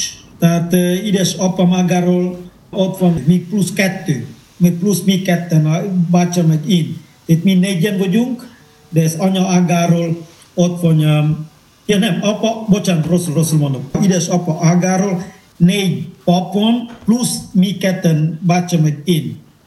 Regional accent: Indonesia; born there; Hungarian is a second language; moved away; Eddig az egész szigeten a minden plebános minden plebános csak holland papok voltak. Én gyermekkoromban is így nőttem föl holland plebánosok mellett.

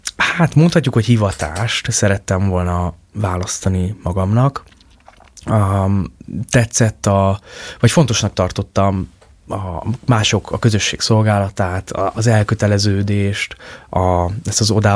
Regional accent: Sopron, Győr-Moson-Sopron, Hungary; meg a gyerekkorom meghatározó élménye, ugye én soproni vagyok, úgy ott a határa, azt azért kinőttem.

